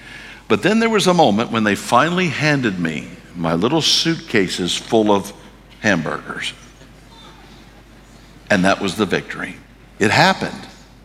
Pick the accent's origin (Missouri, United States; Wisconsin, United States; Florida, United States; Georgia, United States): Missouri, United States; St. Louis; I grew up in St. Louis.